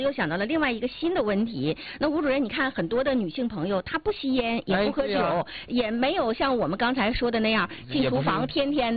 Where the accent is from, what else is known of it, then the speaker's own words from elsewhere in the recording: Northeast China, China; 别像我们东北人愿意吃一些烧烤